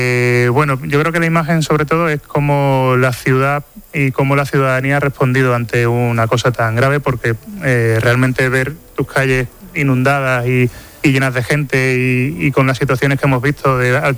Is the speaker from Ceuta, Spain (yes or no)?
yes; Ceuta, Spain; now in Madrid, Spain; Soy de Ceuta, sí.